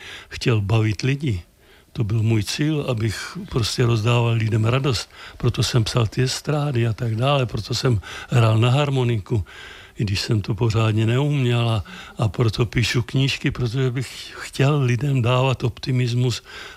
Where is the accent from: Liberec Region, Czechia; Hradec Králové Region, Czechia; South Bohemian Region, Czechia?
Hradec Králové Region, Czechia; Vysokov; born or raised there